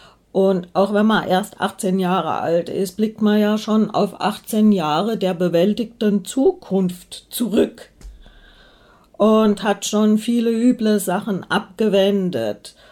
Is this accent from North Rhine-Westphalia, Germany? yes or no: no; Hesse, Germany; born there; ich stamme ja aus Hessen gebürtig